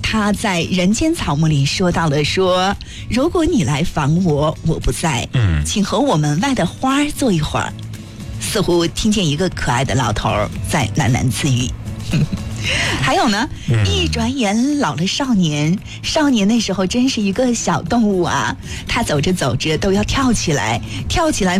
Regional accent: Kashgar, Xinjiang, China; 就是我觉得就是像我是在喀什出生长大的，我也叫不出这么多桃子的名字。

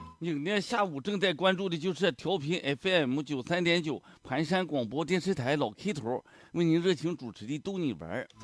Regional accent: Northeast China, China; 我东北三省我们都是老乡

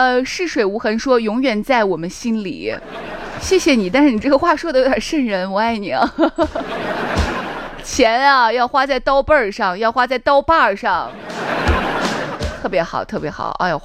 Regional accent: Thailand; Chinese is a second language; 萨瓦迪卡，卡崩卡，打在字儿哈。大家好，我是来自泰国的

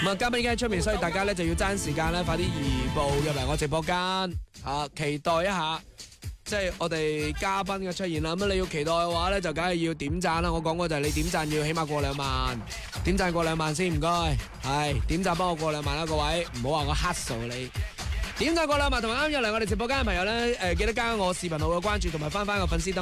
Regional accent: Guangdong, China; 我哋广东人内敛得嚟就好简单三个字

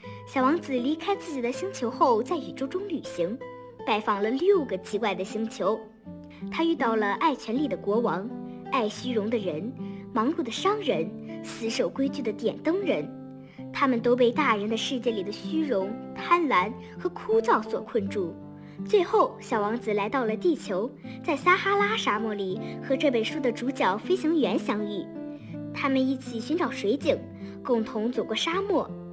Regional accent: Qingzhou, Shandong, China; 这让我想起了我们家乡青州

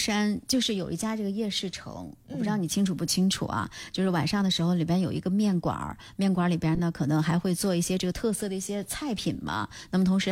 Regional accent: Linfen, Shanxi, China

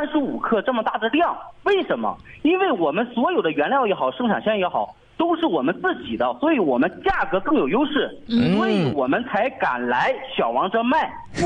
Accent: Dalian, Liaoning, China; 咱们大连人是非常熟悉的

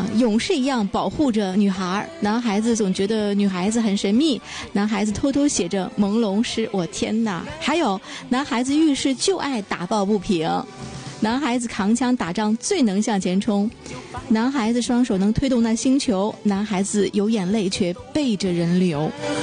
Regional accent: Dalian, Liaoning, China

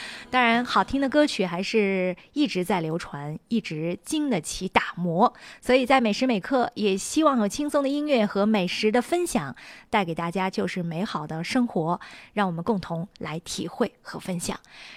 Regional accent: Xinjiang, China; 咱们新疆人

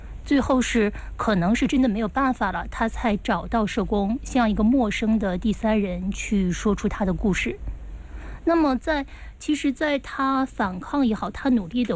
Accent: China; 因为我们中国人骨子里有句话叫做家丑不可外扬嘛

